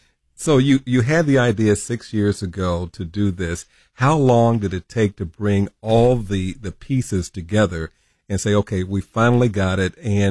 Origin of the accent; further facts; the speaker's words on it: Kansas City, Missouri, United States; And I must say, I grew up in Kansas City, Jonathan, and I never believed that I would see a museum dedicated totally to barbecue.